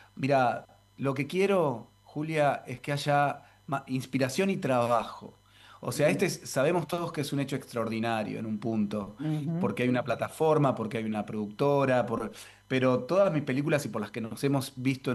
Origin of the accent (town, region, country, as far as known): Argentina